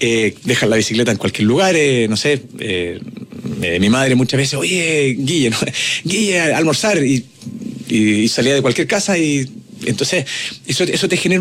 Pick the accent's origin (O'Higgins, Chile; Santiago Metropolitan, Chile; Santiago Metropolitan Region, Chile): O'Higgins, Chile; Coya; Y yo nací allá, nací en Coya, en la mitad de la cordillera, en la mitad de los cerros, con inviernos con nieve